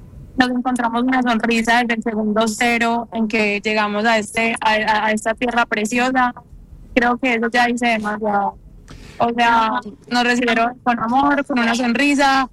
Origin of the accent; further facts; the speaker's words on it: Colombia; Nosotros somos colombianos y estamos empeñados a romper barreras y obstáculos.